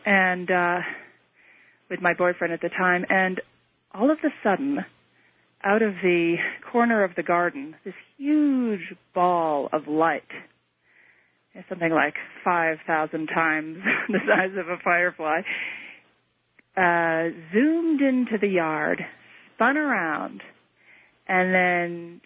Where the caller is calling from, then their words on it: Denver, Colorado, United States; calling from Denver.